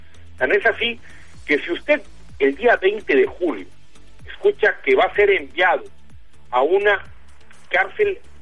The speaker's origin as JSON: {"language": "Spanish", "country": "Mexico", "said": "nosotros como mexicanos que no sabemos cómo lo detuvieron y cómo fue el operativo"}